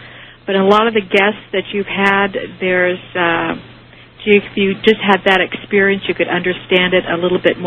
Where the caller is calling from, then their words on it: Julian, California, United States; I'm from Julian, California.